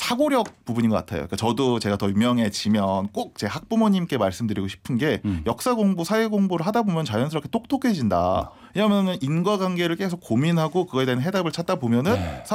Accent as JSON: {"language": "Korean", "region": "Seoul", "country": "South Korea", "tie": "born there", "said": "저는 서울 태생입니다만."}